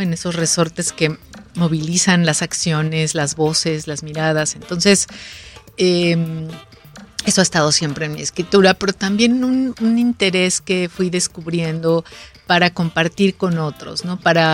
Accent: Cuernavaca, Morelos, Mexico; Mis primeros trabajos tienen que ver con fundar una biblioteca en la ciudad en la que crecí, en Cuernavaca, Morelos.

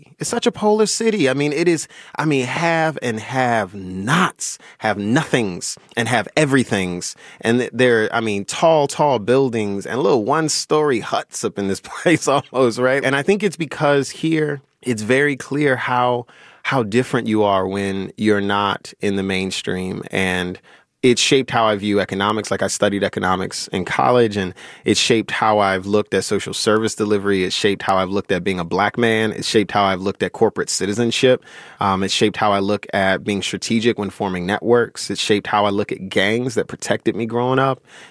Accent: Chicago, Illinois, United States; like where I grew up on the K-Town part of North Lawndale, it's called Holy City because that's where the Vice Lords were started.

